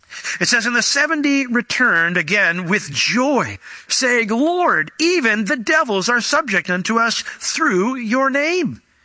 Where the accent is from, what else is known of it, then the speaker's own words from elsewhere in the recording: New York, United States; They traded my favorite player when I was a kid. I grew up in New York. I was a Yankee fan, and they traded my favorite player.